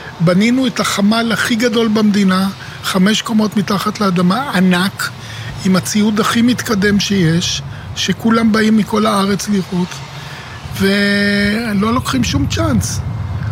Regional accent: Haifa, Haifa District, Israel; אנחנו גדלנו פה, ואני יליד העיר חיפה

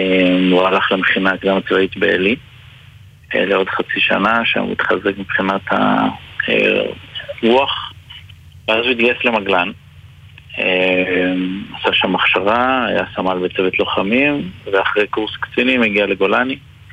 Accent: Bar Giora, Jerusalem District, Israel; now in Rehovot, Israel; נולדנו במושב בר גיורא, נמצא ליד ירושלים, ואני עכשיו וגר ברחובות

